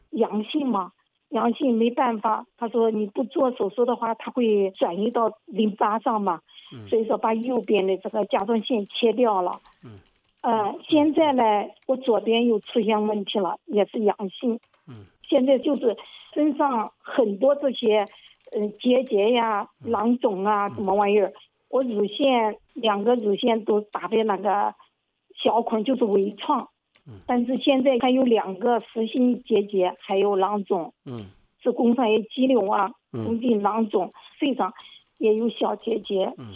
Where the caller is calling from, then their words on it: Xiangyang, Hubei, China; 我是襄阳人，